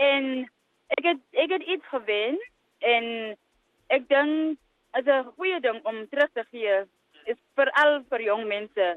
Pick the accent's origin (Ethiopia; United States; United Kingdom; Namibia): Namibia; Oshikoto; Yes. I'm from Oshikoto region.